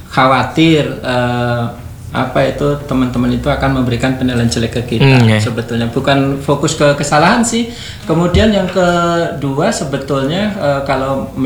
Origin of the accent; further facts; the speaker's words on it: Surakarta, Central Java, Indonesia; Jawa saya dari Solo gitu kan, Solo Jawa Tengah ya. Teman Pro 2 kebetulan saya dari Jawa Tengah, dari Solo gitu.